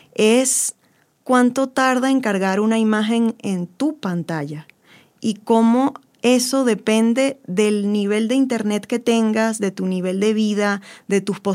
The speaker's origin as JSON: {"language": "Spanish", "country": "Venezuela", "said": "¿cómo te sientes tú como venezolana? Es como, sí, ok, yo padezco este contexto"}